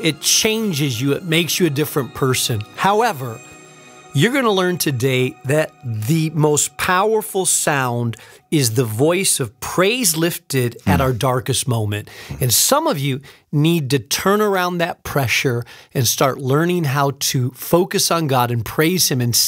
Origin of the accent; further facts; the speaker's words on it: Spain; moved away; I grew up in Spain. Spain has strong coffee. I like my coffee strong.